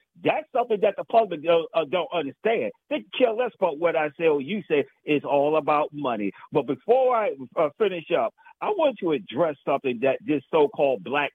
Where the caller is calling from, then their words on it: Washington, District of Columbia, United States